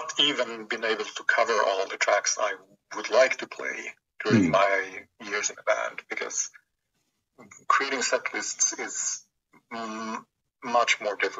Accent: Sweden; When I grew up, when we grew up in Sweden

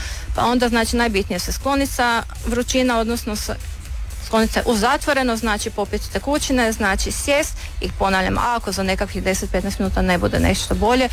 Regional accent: Hrvatsko Zagorje, Croatia; now in Slavonia, Croatia; jesmo u Slavoniji, ja sam inače Zagorka

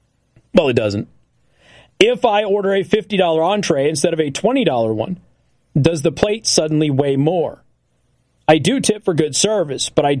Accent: Las Vegas, Nevada, United States

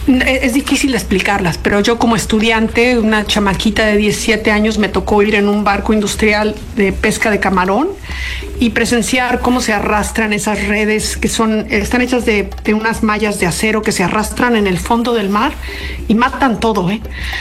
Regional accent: Cuernavaca, Morelos, Mexico; Tuve la enorme fortuna de haber crecido en Cuernavaca

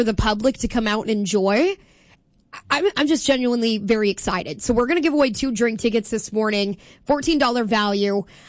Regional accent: Ireland; But, I'm Irish. I need the Guinness.

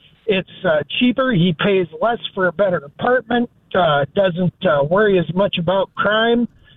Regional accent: South Dakota, United States; speaking of someone born and raised in South Dakota

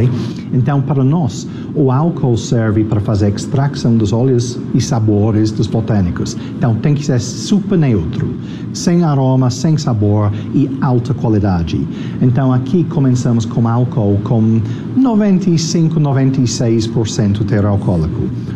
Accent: England, United Kingdom; Portuguese is a second language; now in Brazil; Eu sou inglês, e claro, todos os ingleses são apaixonados para gin, e gin sempre foi meu destilado favorito. Então, em 2019, eu decidi, eu vou começar a fazer gin aqui no Brasil.

